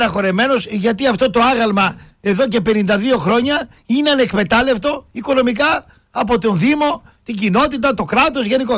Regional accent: Toumba, Central Macedonia, Greece; Είμαι από την Τούμπα, χωριό είναι η Τούμπα.

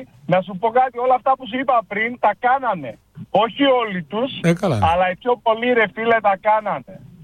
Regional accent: Greece; moved away as an adult; now in England, United Kingdom; Εγώ είμαι Έλληνας. Ναι. Μεγάλωσα όμως στην Ελλάδα. Πήρα ελληνική νοοτροπία, ελληνική ιστορία, ελληνικό διαβατήριο και με το που το πήρα έφυγα τρέχοντας.

